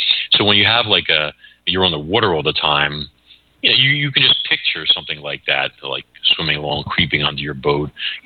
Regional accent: Philadelphia, Pennsylvania, United States; also born or lived in Brooklyn; I was born in Brooklyn. But we moved to Philadelphia when I was like, you know, 3 or 4 years old. So I grew up in Philly.

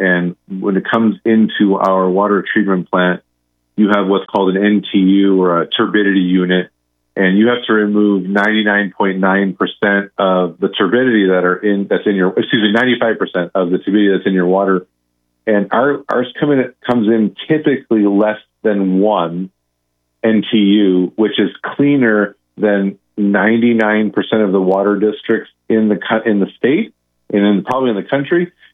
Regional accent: California, United States; moved away as an adult; I'm from Southern California

